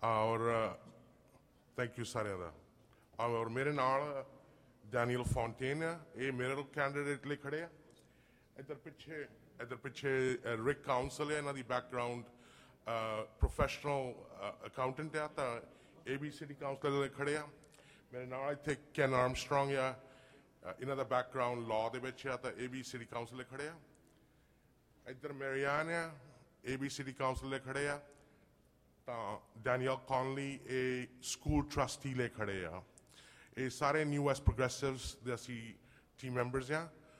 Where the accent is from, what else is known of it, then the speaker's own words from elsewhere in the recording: New Westminster, British Columbia, Canada; ਮੈਂ ਨਿਊਵੈਸਟ ਤੋਂ ਹਾਂ